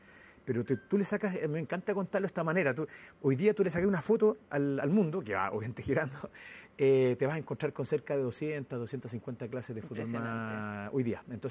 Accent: Rancagua, O'Higgins, Chile; yo soy de Rancagua, estaba trabajando en la India hace 20 años.

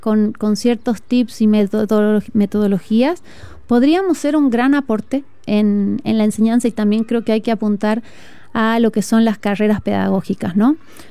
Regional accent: Argentina; now in Chile; Estela, ahora habla como argentina. Yo tengo un acento ya suavizado, son 20 años ya en Chile

